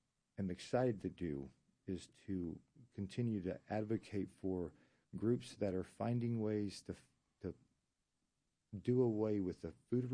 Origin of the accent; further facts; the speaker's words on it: Argentina; moved away as an adult; I grew up in Argentina. Spent my first 21 years of life pretty much